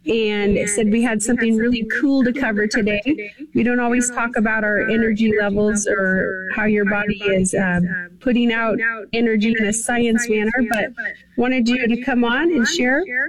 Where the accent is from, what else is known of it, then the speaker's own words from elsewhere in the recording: Napa, Sonoma, California, United States; I grew up in Northern California, Napa, Sonoma, and it was El Natural in our household.